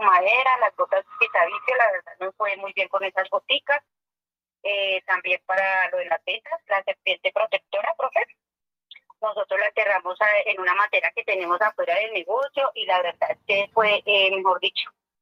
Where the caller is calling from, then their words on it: Villeta, Cundinamarca, Colombia; Acá de Villeta, Cundinamarca